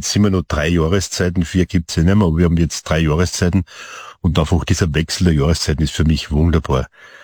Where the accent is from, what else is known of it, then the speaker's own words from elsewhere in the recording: Styria, Austria; Wir sind Steirer, wir sind in der Steiermark aufgewachsen